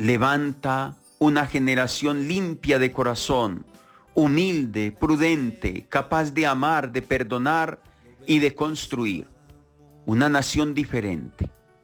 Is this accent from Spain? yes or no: no; Colombia